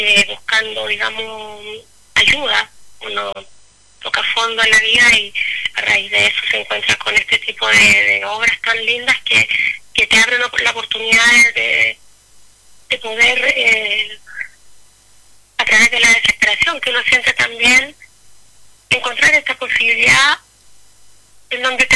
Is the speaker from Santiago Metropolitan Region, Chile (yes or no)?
no; Ancud, Los Lagos, Chile; soy de Ancud, tengo 50 años, un hijo de 19